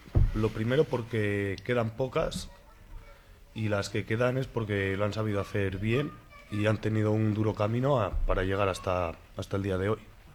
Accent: Castile and León, Spain; Mi familia siempre ha sido agricultora por las dos partes. Yo soy de Villalba y de Lahorra y hemos sido agricultores en los dos pueblos.

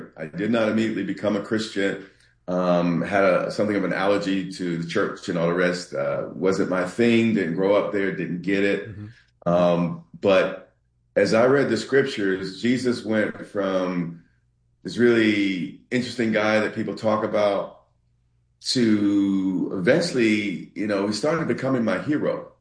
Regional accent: Central Islip, New York, United States; also born or lived in New Jersey / Willingboro; I grew up in outside New York City in Long Island, New York, Central Islip.

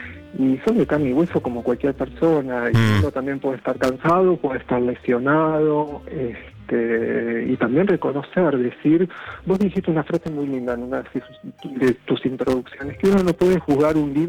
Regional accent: Argentina; hasta incluso yo también soy argentino y tengo eso, lo que me resulta injusto, yo me rebelo también.

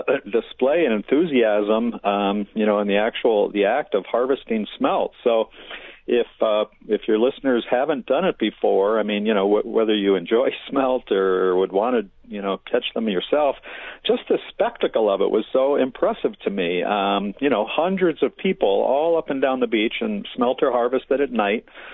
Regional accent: East Coast, United States; also born or lived in Minneapolis; now in Duluth, United States; I grew up on the East Coast, but I settled in Minneapolis to work within the Heart of the Beast Puppet Theater

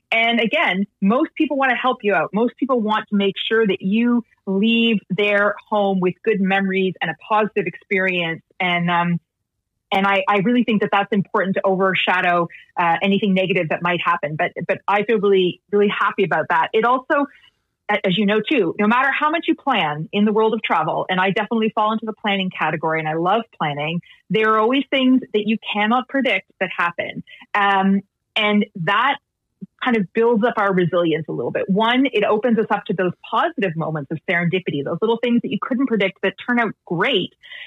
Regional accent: Canada; now in Iceland; but also in Iceland, you know, I grew up in Canada. I speak Icelandic with an accent and I make mistakes.

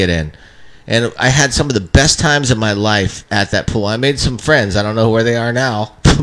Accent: Central Valley, California, United States; that little city that I grew up in the Central Valley.

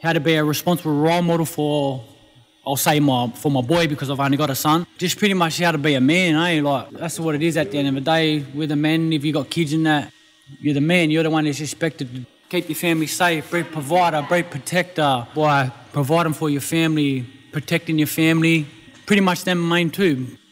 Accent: Mount Druitt, New South Wales, Australia; My dad's Kuria, my mum's white. I grew up in Mount Druitt all my life.

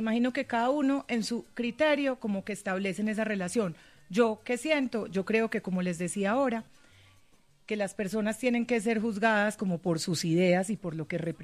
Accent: Antioquia, Colombia

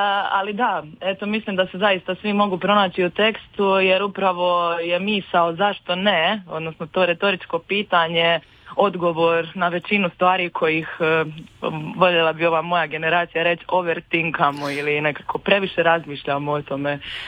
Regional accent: Dubrovnik, Dubrovnik-Neretva County, Croatia; Dubrovnik je ipak mjesto, odnosno moj rodni grad, jeli, iz kojeg sam proizašla sa svim tim idejama kao dijete

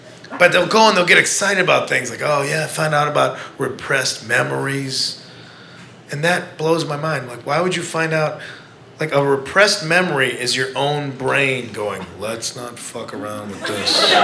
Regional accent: Midwest, United States; Like everybody, I'm from the Midwest

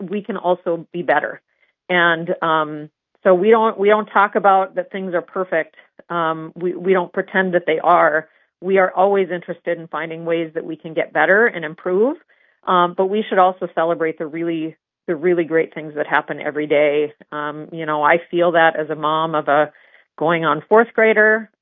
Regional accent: Ray, North Dakota, United States; So here in Bismarck or my hometown of Ray, where whatever size community, public schools have a huge impact.

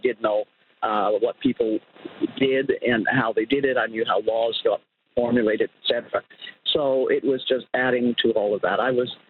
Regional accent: Ottawa, Ontario, Canada; I grew up in Ottawa

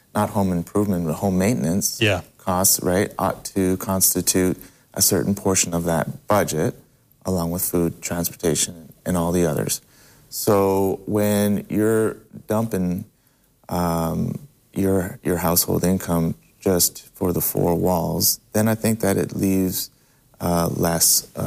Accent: Montreal, Quebec, Canada; So actually, I grew up in Montreal, Canada.

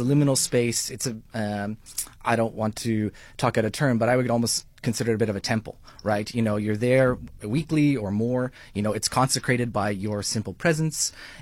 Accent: Toronto, Ontario, Canada; moved away as an adult; also born or lived in Finland; now in Cape Town, South Africa; I grew up in Canada. I'm from Finland originally. My family moved there when I was very young.

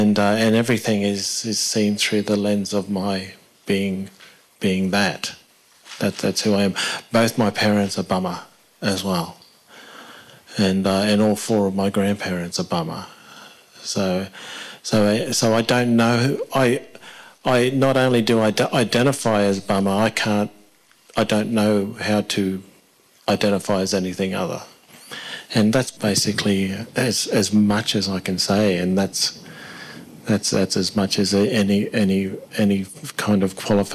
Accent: Queensland, Australia; born there; I am a rainforest bummer. So I was born in North Queensland. I think of myself as a rainforest person.

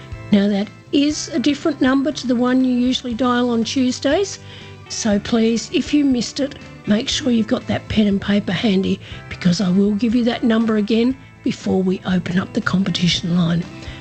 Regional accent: Horsham, Victoria, Australia; coming to you from my hometown of Horsham in Western Victoria.

